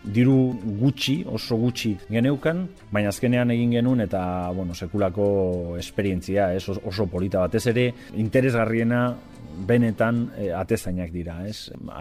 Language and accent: Basque; San Sebastián, Basque Country, Spain; Euskal Herria asko imataitzen dut, eta nire herria da, eta Donostia da nire hiria